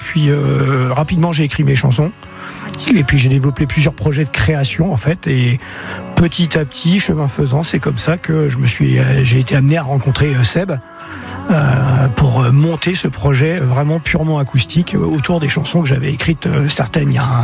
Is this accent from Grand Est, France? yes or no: yes; Reims, Grand Est, France; Alors moi je suis de Reims, hein, originaire du côté de Chalon.